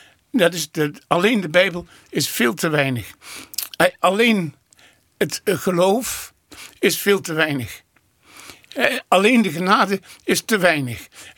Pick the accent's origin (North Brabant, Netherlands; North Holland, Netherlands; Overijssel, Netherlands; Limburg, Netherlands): Limburg, Netherlands; Venlo; En dus in het stadje Venlo, waar ik geboren ben en getogen ben. Ja, en daar heb ik dus ook, zeg maar, die jaren 60 beleefd.